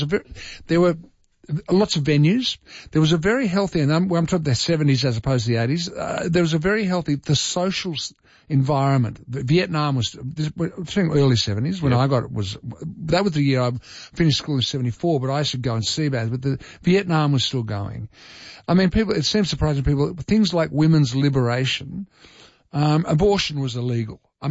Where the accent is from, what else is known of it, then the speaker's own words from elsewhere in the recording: Lagos, Nigeria; born there; Yes, you are right. I was born in Lagos, Nigeria.